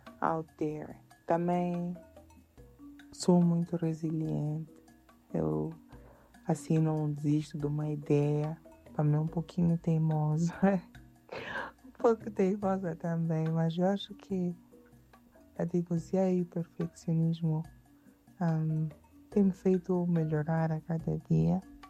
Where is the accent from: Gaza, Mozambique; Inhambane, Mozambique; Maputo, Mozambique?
Maputo, Mozambique; born there; nasci em Maputo, Moçambique, mas de uma mãe Macua. Então as minhas raízes também são em Nampula.